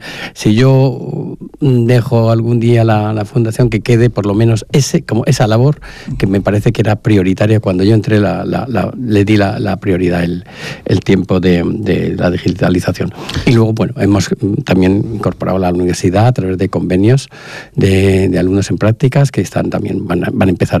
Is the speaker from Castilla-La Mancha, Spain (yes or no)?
no; Barcelona, Catalonia, Spain; also born or lived in Valencia / Huelva; now in Cádiz, Spain; Crecí en Barcelona.